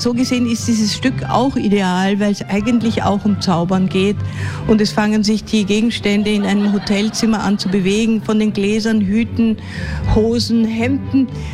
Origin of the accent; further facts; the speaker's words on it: Salzburg, Austria; Ich bin selber eine Salzburgerin, kenne das Theater aus Kindertagen